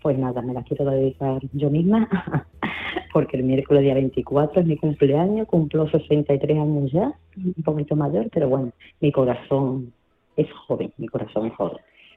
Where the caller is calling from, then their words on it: Seville, Andalusia, Spain; No sé, … … de Sevilla.